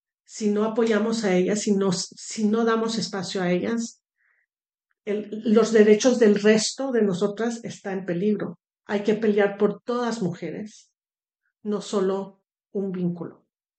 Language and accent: Spanish; Denmark; Entonces yo hablo con la perspectiva de que yo soy blanca, danesa, con ese privilegio, ¿no?